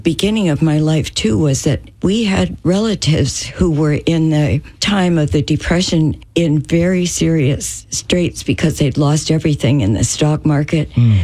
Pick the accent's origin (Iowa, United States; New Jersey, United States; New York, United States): New York, United States; New York City; born there; I was born in New York City.